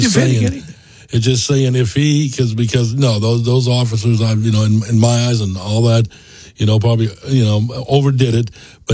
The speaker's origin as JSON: {"language": "English", "region": "Midwest", "country": "United States", "tie": "born or raised there", "moved": "yes", "lives_now": "Texas, United States", "said": "I grew up in the Midwest, and I never heard pecan until I moved to Texas."}